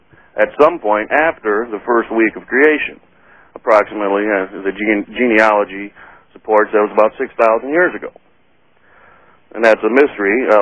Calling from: Omaha, Nebraska, United States; in Omaha.

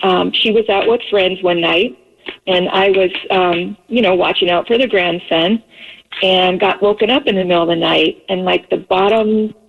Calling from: Beaverton, Oregon, United States; I live with, well, my daughter, my grandson, and I, we all live in an apartment in Beaverton.

